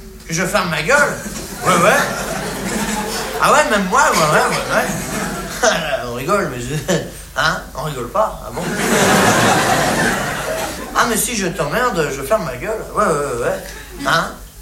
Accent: France; Ouais, ben, je suis bien placé, hein, je suis français.

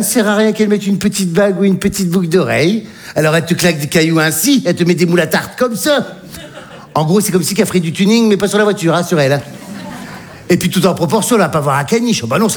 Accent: Hauts-de-France, France; Parce que moi, j'ai un petit village du Nord, là-haut, là, tu sais, à la frontière belge.

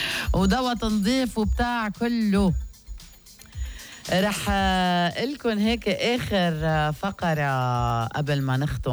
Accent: Lebanon; طب قولولي الحشرية بيدمنا نحن اللبنانية ولا بس منحب ناخد ونعطي مع العالم

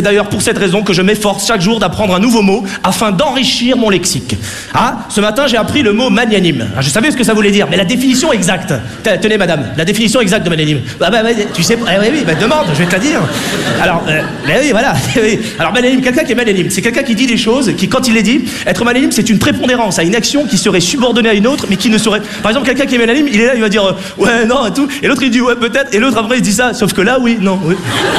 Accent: France; born there; Parce que moi je suis né en France, je parle français, je paie mes impôts en France, j'ai fait mes études en France

